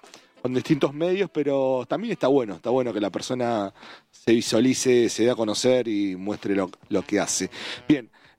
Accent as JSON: {"language": "Spanish", "town": "Casilda", "region": "Santa Fe", "country": "Argentina", "tie": "born or raised there"}